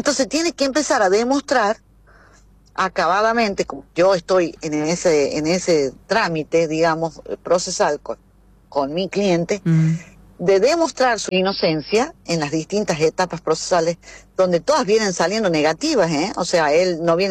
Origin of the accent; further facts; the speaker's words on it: Chilecito, La Rioja, Argentina; moved away; Yo soy de Chilecito, extraño Chilecito, amo mi ciudad